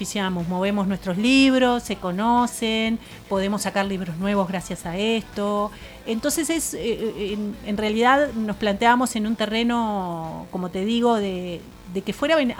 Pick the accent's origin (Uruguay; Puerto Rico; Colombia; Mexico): Uruguay; Tacuarembó; Yo soy de Tacuarembó